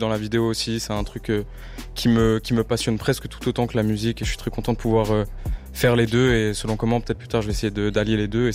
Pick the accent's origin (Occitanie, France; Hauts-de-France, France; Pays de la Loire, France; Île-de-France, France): Occitanie, France; Nîmes; accent: southern French; Moi, je suis un gars du sud de la France de base